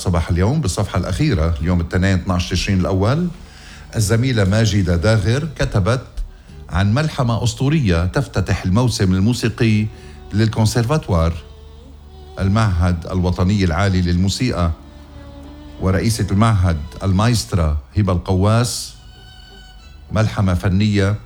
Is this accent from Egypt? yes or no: no; Lebanon; نحن كلبنانيه